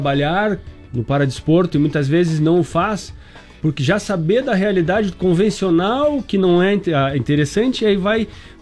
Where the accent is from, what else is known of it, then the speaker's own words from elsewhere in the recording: Rio Grande do Sul, Brazil; born there; now in Chapecó, Brazil; eu não sou chapecoense. Eu sou gaúcho, nasci na fronteira com o Uruguai